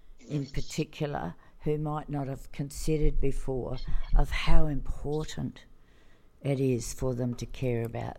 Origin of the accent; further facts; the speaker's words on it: Australia; We're Australian, so of course we're all outside.